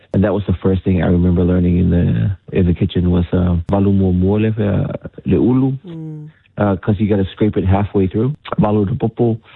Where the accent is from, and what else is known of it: Samoa; born or raised there